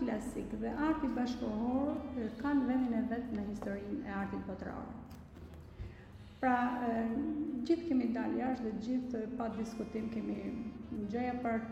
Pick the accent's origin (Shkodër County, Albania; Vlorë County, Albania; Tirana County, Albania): Shkodër County, Albania; Shkodër